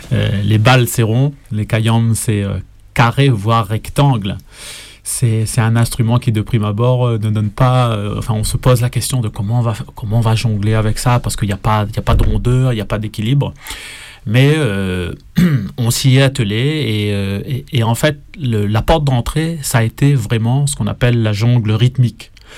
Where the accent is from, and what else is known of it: Réunion